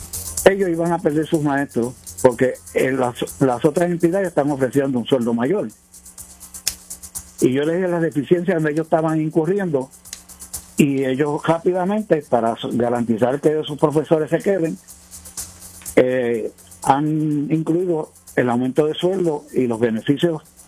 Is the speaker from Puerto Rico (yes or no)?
yes; Humacao, Puerto Rico; now in Caguas, Puerto Rico; Yo soy natural de Humacao, resido en Cagua. Aquí en Cagua resido, pero soy natural de Humacao.